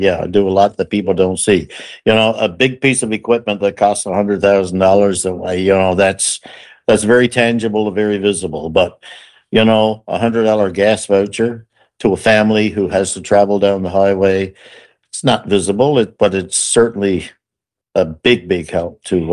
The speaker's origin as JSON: {"language": "English", "region": "Newfoundland and Labrador", "country": "Canada", "said": "that's part of being a Newfoundlander."}